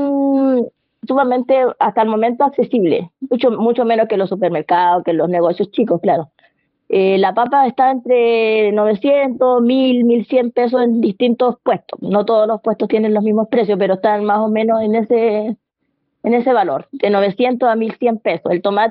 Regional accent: Peralillo, Coquimbo, Chile; Nosotros, por lo menos, nosotros somos de acá del interior, somos de Peralillo.

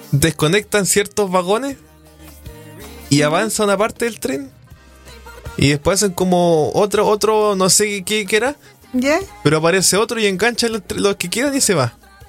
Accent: Chile; nosotros como chilenos

